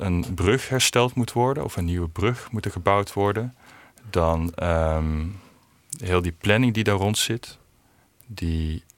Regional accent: Belgium; En, ja, ik ben in België opgegroeid. Ik heb Frans geleerd daar en ik spreek best wel goed Frans.

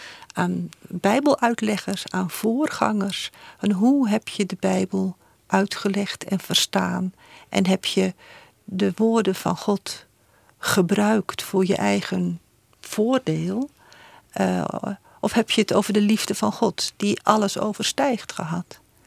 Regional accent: Netherlands

